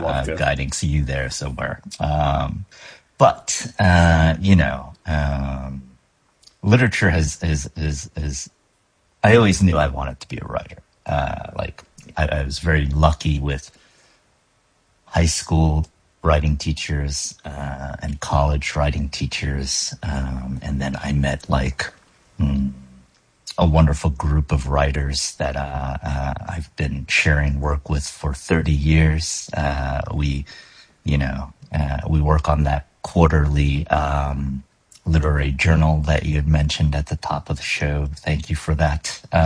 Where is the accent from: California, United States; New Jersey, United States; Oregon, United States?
New Jersey, United States; No. I'm commuting in from Jersey. So I was born and raised in Jersey.